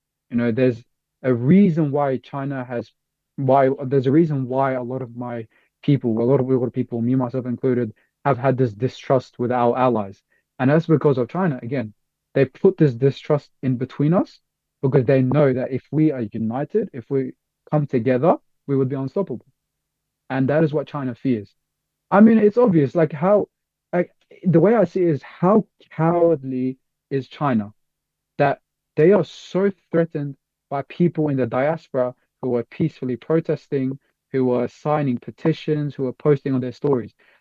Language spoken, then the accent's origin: English; Australia; especially growing up in Australia